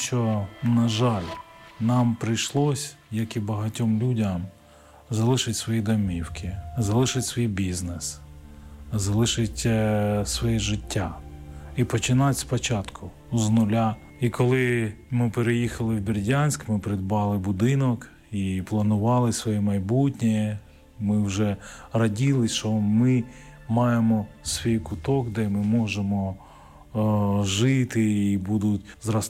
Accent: Yerevan, Armenia; moved away; Я народився в Вірменії, в місті Єреван. Жив там зі своїми батьками. У нас в родині 4 дітей.

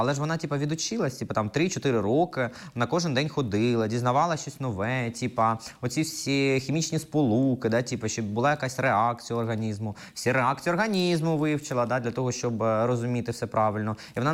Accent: Kropyvnytskyi, Kirovohrad Oblast, Ukraine; Ні, я з Кропивницького.

